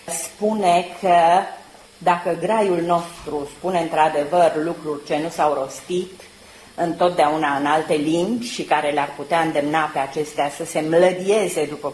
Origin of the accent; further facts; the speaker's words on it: Romania; eu sunt româncă în Europa și în lume. Valorile mele sunt limba română